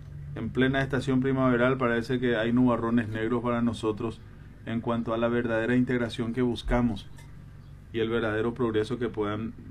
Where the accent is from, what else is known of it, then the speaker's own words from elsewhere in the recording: Presidente Franco, Alto Paraná, Paraguay; Expreso mi indignación como ciudadano paraguayo, franqueño